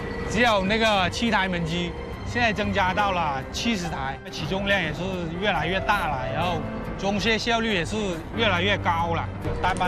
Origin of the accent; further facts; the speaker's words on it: Guangxi, China; 孩子的话，我估计应该也是在我们家乡就是这边发展吧